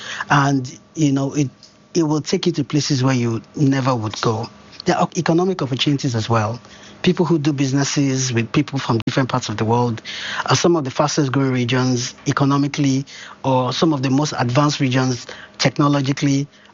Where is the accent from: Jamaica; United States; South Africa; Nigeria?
Nigeria; Because I'm Nigerian, I've been Nigerian for all my life, over 40-something years